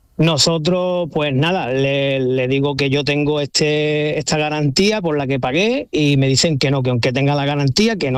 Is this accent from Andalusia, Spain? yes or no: yes; Lepe, Andalusia, Spain; pues compramos un vehículo de la marca Skoda en un concesionario en Torremolinos, aunque nosotros somos de Lepe, Huelva